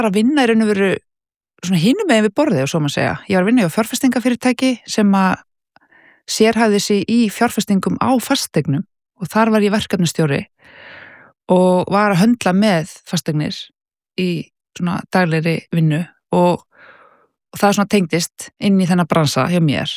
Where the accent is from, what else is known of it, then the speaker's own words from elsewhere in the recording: Reykjavík, Capital Region, Iceland; Ég er uppalinn í Bökkunum í Breiðholti, frábær staður.